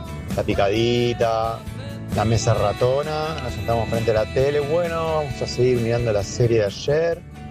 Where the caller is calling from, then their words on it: Buenos Aires, Argentina; de Villa Pueyrredón.